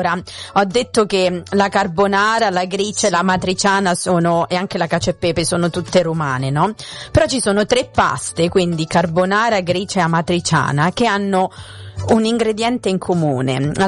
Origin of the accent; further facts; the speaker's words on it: Rome, Lazio, Italy; io vengo da Roma